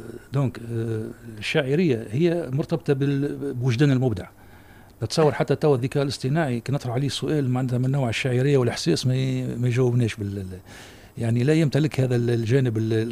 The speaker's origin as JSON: {"language": "Arabic", "country": "Tunisia", "said": "عندنا في تونس"}